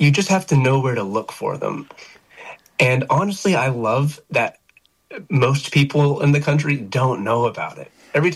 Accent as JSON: {"language": "English", "region": "Arkansas", "country": "United States", "said": "every night whenever I say I'm from Arkansas, usually it's crickets."}